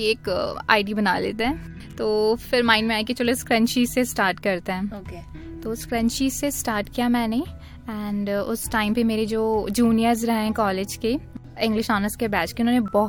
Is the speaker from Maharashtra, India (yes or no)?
no; Doiwala, Uttarakhand, India; Girl who loves shopping, who loves creativity and छोटे से शहर से है, छोटी सी जगह से है, डोईवाला।